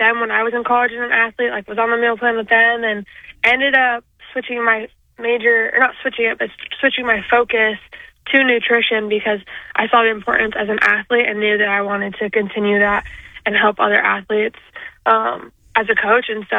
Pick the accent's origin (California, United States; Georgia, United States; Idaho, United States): Idaho, United States; moved away as an adult; now in Iowa, United States; Yeah, I'm originally from Idaho